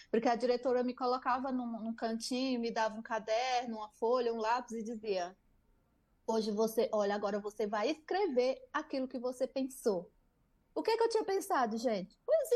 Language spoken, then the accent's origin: Portuguese; Northeast Region, Brazil; nós que somos nordestinas, mulheres, eu que sou uma mulher indígena, nordestina e sapatão